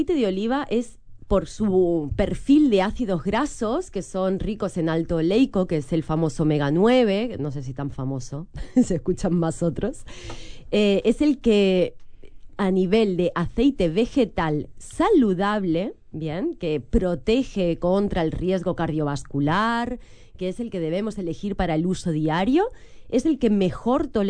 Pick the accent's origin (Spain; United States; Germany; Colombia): Spain; accent: Spanish; now in Uruguay; yo soy española, lo saben por el acento